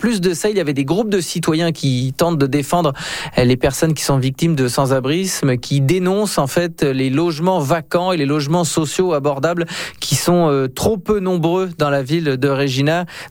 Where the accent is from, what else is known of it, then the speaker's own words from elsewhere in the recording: Le Havre, Normandy, France; ma ville natale en Normandie, au Havre.